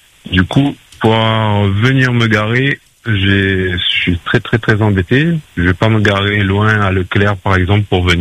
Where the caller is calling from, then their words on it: Saint-Leu, Réunion; j'habite à Piton-Saint-Leu, un quartier Portail.